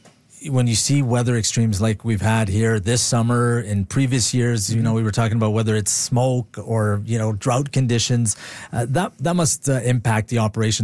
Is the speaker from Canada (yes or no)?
yes; Edmonton, Alberta, Canada; I grew up in Mill Woods